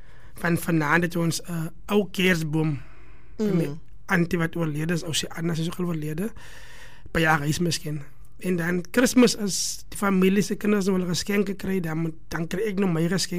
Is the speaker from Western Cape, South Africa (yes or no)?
yes; Oudtshoorn, Western Cape, South Africa; Ek is boerlang van Oudtshoorn, gematriculeer by Sint-Sienus secundaire school en het ek my laerskoolloopbaan begin by Beersig Primair